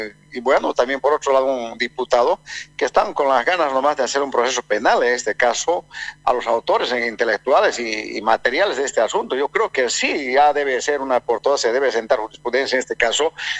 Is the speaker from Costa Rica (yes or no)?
no; Bolivia